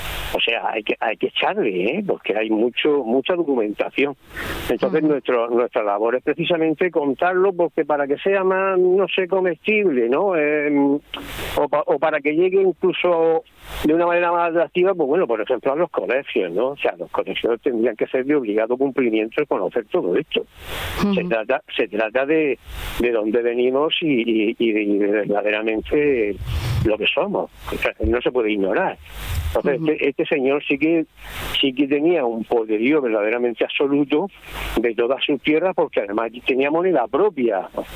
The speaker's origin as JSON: {"language": "Spanish", "town": "Murcia", "region": "Region of Murcia", "country": "Spain", "said": "que yo de dónde era, y yo, pues yo soy de Murcia, y nadie sabía qué era y qué dónde estaba y qué es lo que tenía Murcia."}